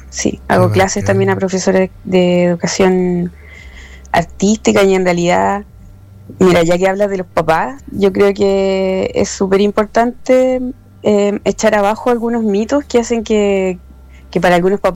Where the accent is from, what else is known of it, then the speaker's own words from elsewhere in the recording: Temuco, Araucanía, Chile; now in Santiago, Chile; Ahora estoy en Temuco. Sí, ¿Temuco? Yo soy de Temuco, vivo en Santiago, pero soy de Temuco.